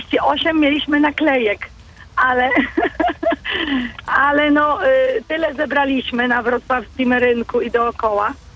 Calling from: Kościerzyna, Pomeranian Voivodeship, Poland; Dzwonimy już teraz z Kościerzyny.

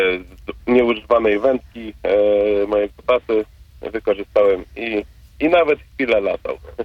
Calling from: Sochaczew, Masovian Voivodeship, Poland

